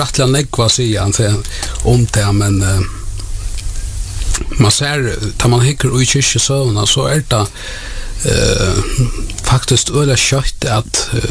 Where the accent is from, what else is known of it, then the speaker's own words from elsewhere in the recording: Klaksvík, Faroe Islands; Ja, jag kommer från Klagsvåg och fattar uppvaksen från Klagsvåg